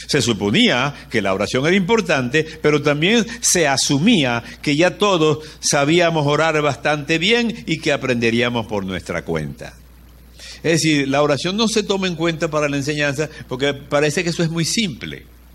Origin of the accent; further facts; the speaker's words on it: Caracas, Capital District, Venezuela; buenos días, hermano … yo vengo de Caracas y vengo a hablarles de la oración.